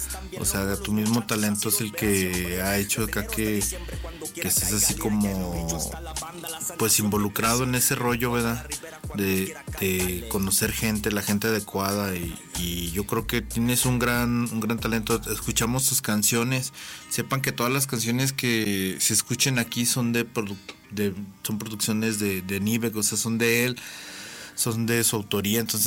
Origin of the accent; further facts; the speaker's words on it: Aguascalientes, Mexico; Creo que los que somos de Aguas conocemos el contexto